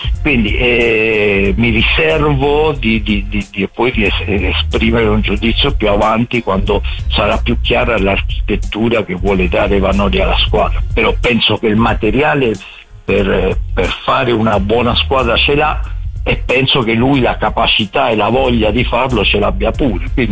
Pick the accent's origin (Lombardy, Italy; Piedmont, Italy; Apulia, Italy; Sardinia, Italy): Apulia, Italy; Bari; Io sono proprio di Bari, io sono Bari, anzi per la casa che ancora ce l'abbiamo di famiglia è a Palese, l'aeroporto di Bari, ma ormai Palese è frazione di Bari, non è nemmeno comune proprio, quindi è Bari.